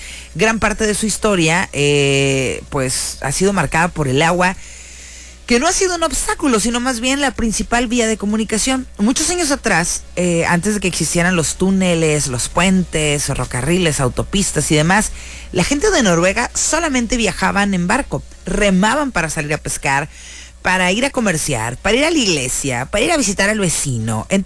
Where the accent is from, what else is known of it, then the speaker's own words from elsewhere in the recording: Mexico; nosotros por ejemplo, pues cuando vamos como mexicanos que vamos a otro país